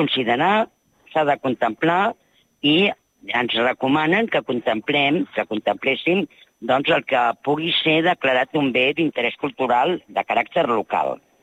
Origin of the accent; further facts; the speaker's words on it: Catalonia, Spain; tots els que som del Baix Llobregat